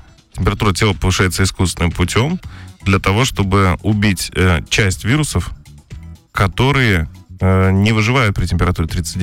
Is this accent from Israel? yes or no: no; Kyrgyzstan; now in Russia; Вот смотри, я же из Киргизии.